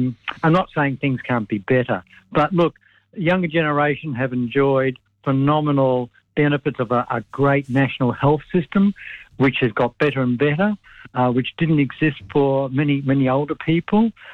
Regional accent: Ipswich, Queensland, Australia; I come from Ipswich, which is, for those who don't know where Ipswich is, it's a coal mining town 50 kilometres west of Brisbane, okay? Quite an industrial town. But when I lived in Ipswich as a young person, there was no sewage for large parts of Ipswich.

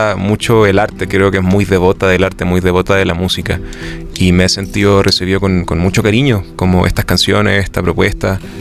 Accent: Chile; now in Mexico City, Mexico; mi propuesta se sigue sintiendo bastante chilena

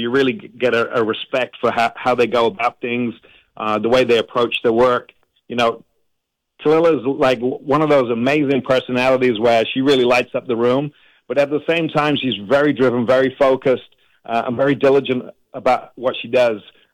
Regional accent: Manchester, North West England, United Kingdom; moved away; also born or lived in Nairobi, Kenya; I was born in Nairobi, Kenya, and grew up in Manchester, England

